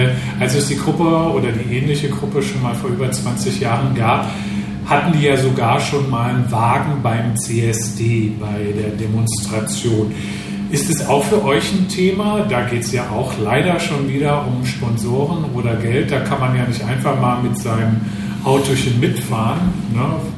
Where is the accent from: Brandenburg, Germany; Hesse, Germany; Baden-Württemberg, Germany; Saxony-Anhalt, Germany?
Hesse, Germany; Frankfurt; Ich bin Frankfurter. Da macht man natürlich immer Witze über die Offenbacher.